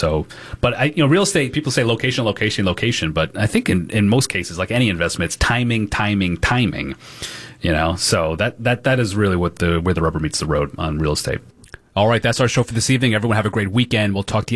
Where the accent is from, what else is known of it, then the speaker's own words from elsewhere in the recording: Rhode Island, United States; I know here in Rhode Island, my home state, there are different standards for two-family buildings versus, you know, three- or four-family units.